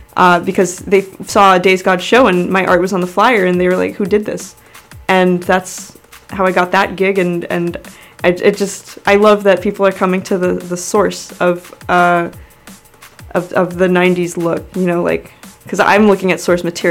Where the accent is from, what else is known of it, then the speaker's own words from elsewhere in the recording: Florida, United States; born there; moved away; also born or lived in Ozone Park, Queens, New York; I'm Guyanese and Puerto Rican, so that really is a combination that can only happen here. I grew up between here and Florida, so I'd spend all my summers in New York, and I went to school in Florida